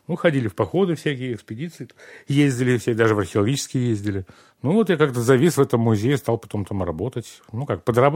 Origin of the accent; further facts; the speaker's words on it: Moscow, Russia; also born or lived in Kyiv; Ну, как сразу? Ну, в 2 годика меня увезли в Москву дед с бабкой.